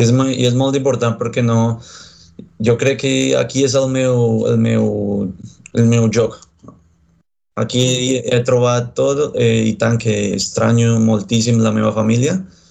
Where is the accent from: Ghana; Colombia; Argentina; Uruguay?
Colombia; Bogotá; Catalan is a second language; moved away as an adult; also born or lived in Pereira, Colombia / London, United Kingdom / Girona, Spain; now in Barcelona, Spain; Soc de Bogotà, de la capital.